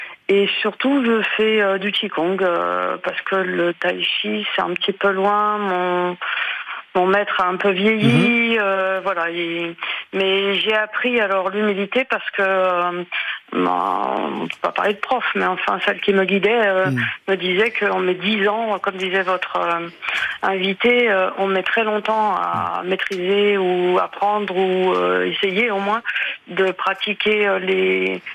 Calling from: Baillargues, Occitanie, France; De Bayargues, un petit village près de Montpellier.

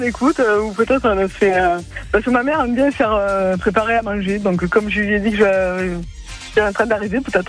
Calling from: Saint-Maximin-la-Sainte-Baume, Provence-Alpes-Côte d'Azur, France; je vais à Saint-Maximin et je suis de Saint-Maximin

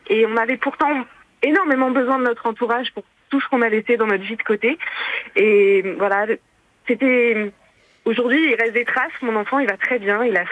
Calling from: Tourville, France; Tourville.

